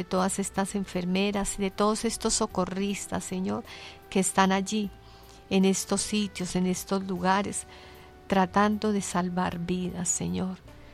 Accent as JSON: {"language": "Spanish", "country": "Colombia", "said": "todos nosotros como colombianos"}